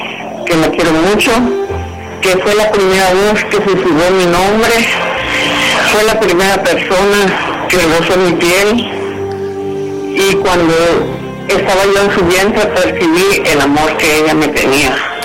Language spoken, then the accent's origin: Spanish; Tapachula, Chiapas, Mexico